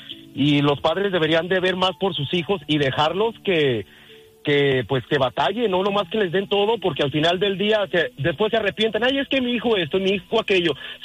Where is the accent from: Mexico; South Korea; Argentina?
Mexico; la vida de nosotros como hispanos o como mexicanos en México